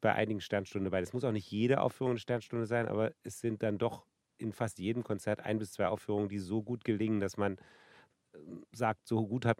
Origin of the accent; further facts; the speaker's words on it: Berlin, Germany; Ein Album zu meiner Jugend in Ost-Berlin.